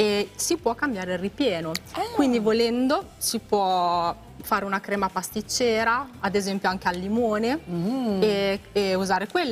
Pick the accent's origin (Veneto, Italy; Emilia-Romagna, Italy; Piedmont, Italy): Emilia-Romagna, Italy; Bologna; Di Bologna, abito... Ah, sì, della provincia di Bologna, sì.